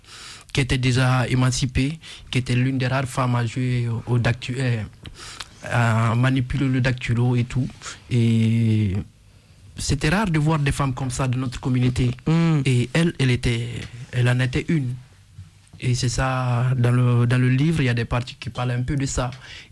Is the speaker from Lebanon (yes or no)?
no; Guinea; moved away; le rythme de chez moi, de la Guinée qu'on a.